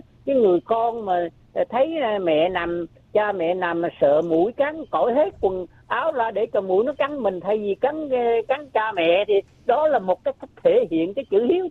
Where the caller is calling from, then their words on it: California, United States; tôi người Nam Cali nữa đây.